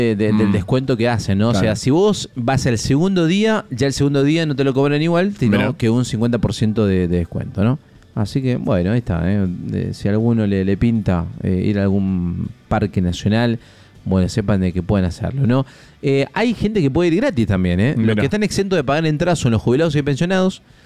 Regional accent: Argentina

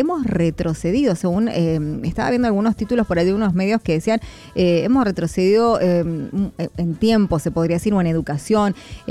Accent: Argentina; nosotros como argentinos

